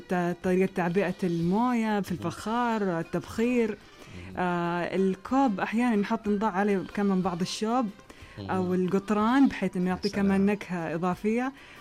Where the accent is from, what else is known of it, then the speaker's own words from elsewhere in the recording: Jazan Province, Saudi Arabia; الصراحه البن جيزاني طبعا كمان شيء لا يغلب عليه وصف.